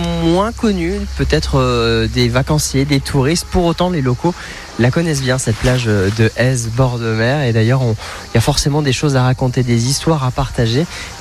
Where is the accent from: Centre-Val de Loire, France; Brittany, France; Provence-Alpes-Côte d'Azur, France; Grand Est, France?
Provence-Alpes-Côte d'Azur, France; Nice; Entre nous, moi aussi je suis niçois.